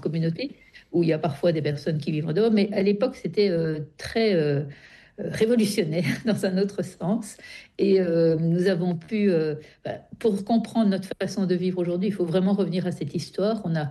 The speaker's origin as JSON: {"language": "French", "town": "Brussels", "region": "Brussels-Capital Region", "country": "Belgium", "said": "Je suis de Bruxelles."}